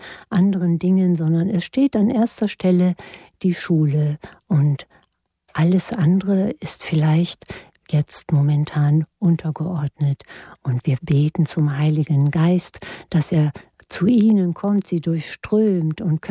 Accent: Nordhorn, Lower Saxony, Germany; an der Stimme, weil ich komme ja auch aus Nordhorn. Irgendwie hört man das dann, finde ich.

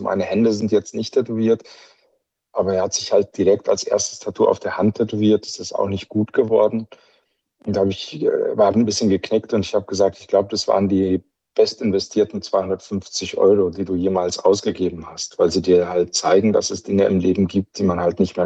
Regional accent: Spain; born or raised there

